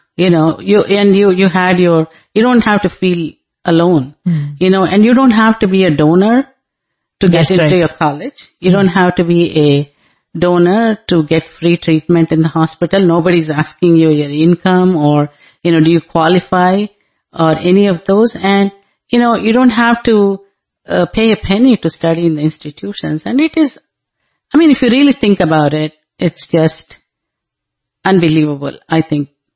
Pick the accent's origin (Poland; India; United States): India; I'm an Indian, and I went to a school that was very much a Indian school